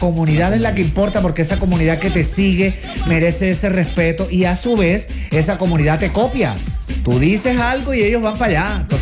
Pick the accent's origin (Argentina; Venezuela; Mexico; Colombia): Colombia; Cartagena, Bolívar; lo hice porque era una manera de manifestarme en medio de mi ciudad, Cartagena. Soy cartagenero